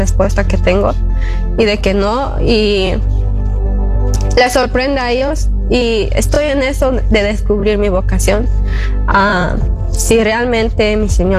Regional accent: Guatemala; now in Los Angeles, United States; Soy de Guatemala, pero vengo de Canoga. Estoy viviendo en Canoga.

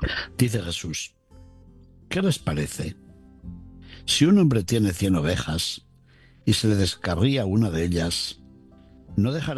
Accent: Spain; moved away; Oré también por mi tierra, por España

